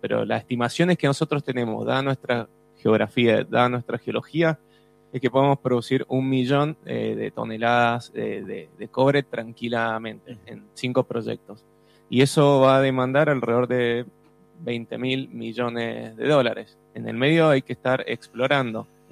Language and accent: Spanish; Mendoza, Argentina; Y acá quiero ser muy mendocino, ¿no? Porque yo me di cuenta de lo que somos como ciudad de Mendoza